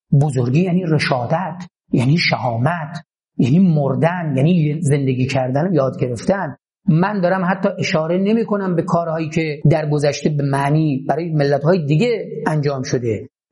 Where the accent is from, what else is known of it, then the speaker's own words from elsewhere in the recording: Bandar Anzali, Gilan, Iran; ما تو شهر خودمون انزلی قبرستان لهستانیا داشتیم